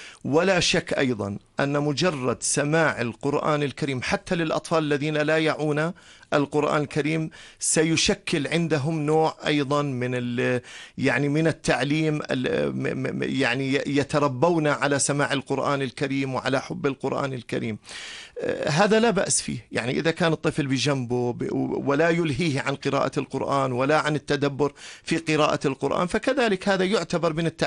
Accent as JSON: {"language": "Arabic", "country": "Jordan", "said": "بلدنا الأردن الغالي على قلوبنا"}